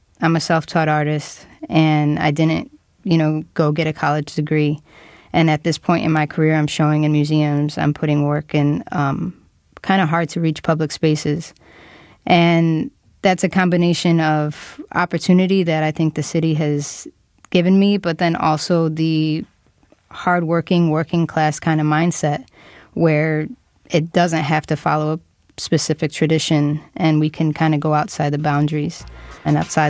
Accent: Chicago, Illinois, United States; And this is what Chicago sounds like. I grew up here. My parents were born and raised in Chicago.

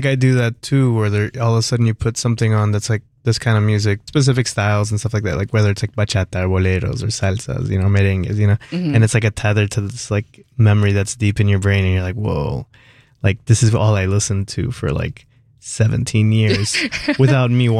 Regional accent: Miami, Florida, United States; also born or lived in Fort Lauderdale; My family is from Ecuador. I grew up in Miami in South Florida, Fort Lauderdale.

